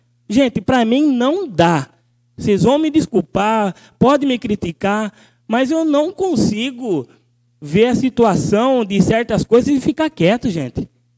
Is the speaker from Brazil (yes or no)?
yes; Igaraçu, Brazil; Nós nascemos aqui em Igaraçu e vivemos sempre